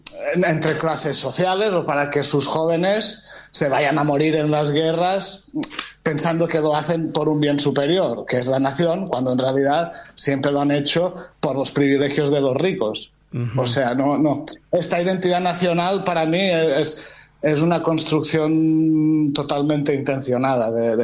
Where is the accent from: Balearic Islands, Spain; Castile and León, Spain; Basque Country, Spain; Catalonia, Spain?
Balearic Islands, Spain; como mallorquín, aquí tenemos nuestra propia lengua, que es el catalán, tenemos nuestras costumbres